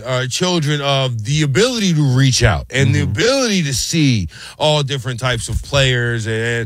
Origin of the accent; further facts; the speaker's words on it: New Orleans, Louisiana, United States; I watched the Saints. I grew up in New Orleans.